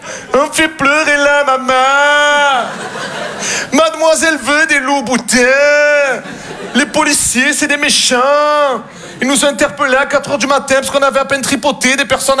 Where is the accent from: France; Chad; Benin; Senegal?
France; Marseille, Provence-Alpes-Côte d'Azur